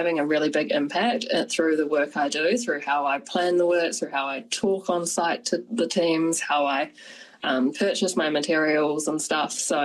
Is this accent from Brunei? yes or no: yes; Brunei; moved away; I grew up in Brunei, which is a tiny little country near Singapore. And there's this place called Kampong Aya there, which is a water village.